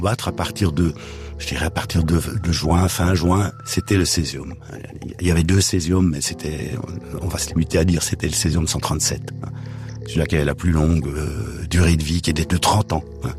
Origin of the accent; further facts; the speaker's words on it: Ticino, Switzerland; dans les régions les plus fortement contaminées, c'est-à-dire chez nous au Tessin et dans le sud des Alpes.